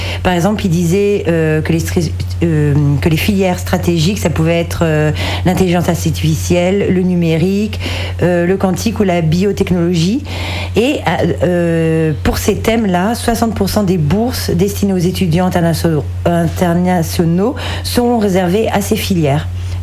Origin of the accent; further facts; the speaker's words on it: France; au Québec et chez nous, en France, ça a quand même été clairement dit que les frais de scolarité différenciés permettaient d'éviter que les études deviennent une filière d'immigration